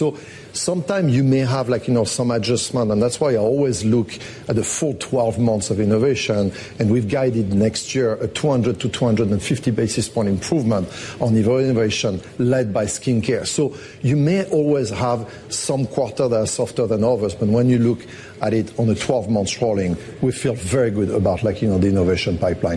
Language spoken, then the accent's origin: English; United States; born there; accent: French; I was born in the U.S. despite my French accent